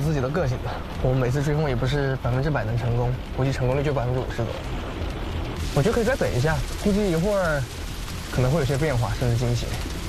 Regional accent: Chengdu, Sichuan, China; now in Hangzhou, China; 当时我从成都随着父母搬迁到了杭州，生平第一次见到了传说中的台风。

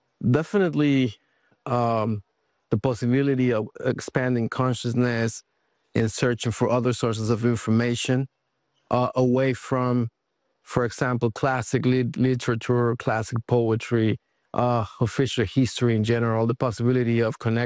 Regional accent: Mexico City, Mexico; Yeah, I grew up in Mexico City in the 90s

